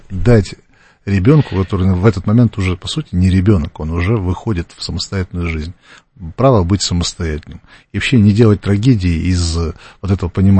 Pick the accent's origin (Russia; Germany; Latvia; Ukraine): Russia; Siberia; как я ехал из Сибири поступать в Москву, в Гнесинку